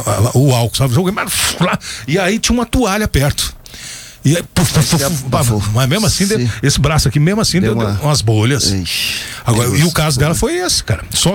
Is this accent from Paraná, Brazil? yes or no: no; Ceres, Goiás, Brazil; now in Anápolis, Brazil; Até eu sou considerado de fora, sou de Séries, né?